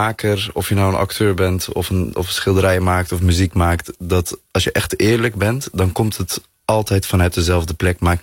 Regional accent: North Brabant, Netherlands; Nee, want ik kom uit West-Brabant en daar was discriminatie best wel gewoon veel voorkomend.

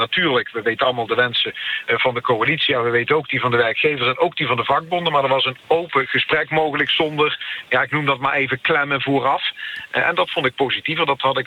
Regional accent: Limburg, Netherlands; ik ben Limburger

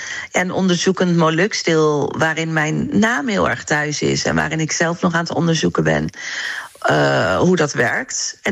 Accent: Netherlands; Terwijl ik dacht, ik kom toch gewoon uit Nederland. Maar opa en oma kwamen dan ergens anders vandaan.

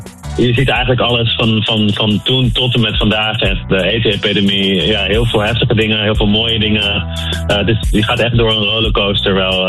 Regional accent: Curaçao; now in Amsterdam, Netherlands; ik kom zelf van Curaçao

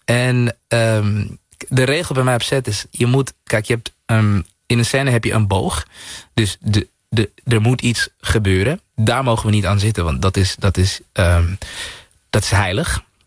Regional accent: Zaandam, North Holland, Netherlands; de plek waar ik vandaan kom, Zaandam, en de omgeving waar ik heb gewoond, heb je jongens van de straat

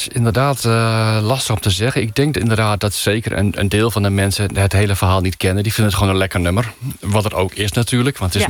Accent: Netherlands; Wij willen als Nederlanders weten wat er populair is en waar het staat.

